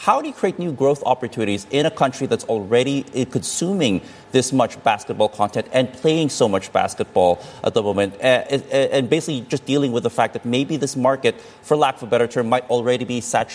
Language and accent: English; Philippines; I might argue as a Filipino